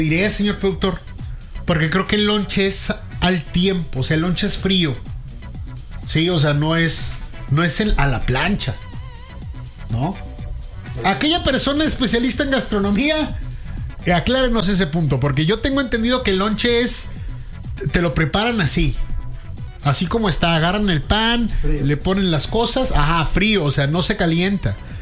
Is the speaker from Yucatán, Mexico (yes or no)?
no; Torreón, Coahuila, Mexico